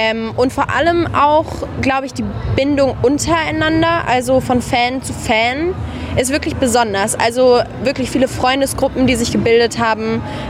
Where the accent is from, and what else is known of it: Karlsruhe, Baden-Württemberg, Germany